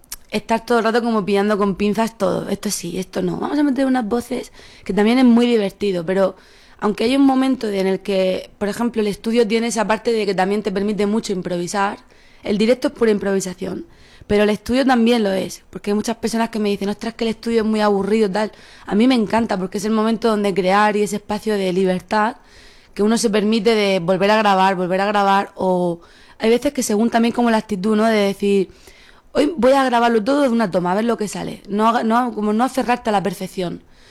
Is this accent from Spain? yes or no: yes; Valencian Community, Spain; La Vega Baja es un sitio entrañable y la verdad que me encanta de donde soy.